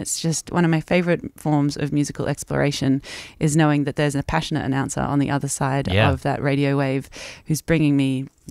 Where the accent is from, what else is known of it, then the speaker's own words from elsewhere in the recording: Castlemaine, Victoria, Australia; Castlemaine, hey, my hometown